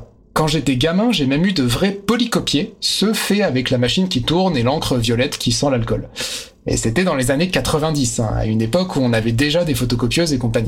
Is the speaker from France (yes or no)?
yes; France; chez nous en France